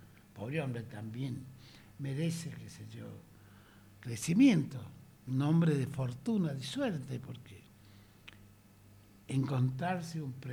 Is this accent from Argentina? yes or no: yes; Argentina; así somos los argentinos.